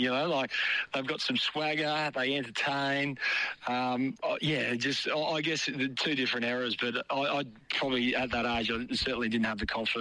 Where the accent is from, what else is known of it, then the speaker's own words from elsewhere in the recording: Queensland, Australia; I grew up in Queensland playing footy, but premierships have driven junior membership, but just the overall excitement of it.